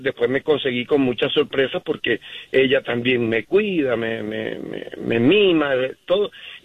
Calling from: Utah, United States; Los llamo días, desde Utah. Estoy aquí

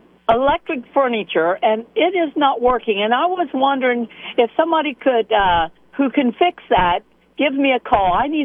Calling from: Indiana, United States; Sudman, Indiana.

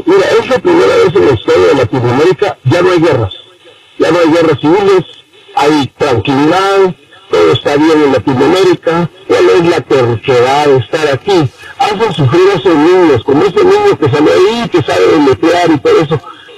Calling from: Bell, California, United States; Desde aquí de la ciudad donde vivo, en la ciudad de Bell.

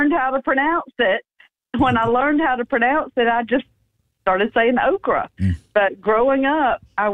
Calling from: Greenville, United States; I'm from Greenville.

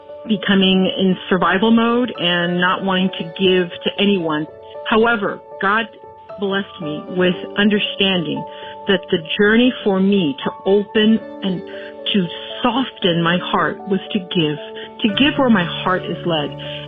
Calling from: Houston, Texas, United States; I'm calling from Houston, and I just wanted to share my small testimony.

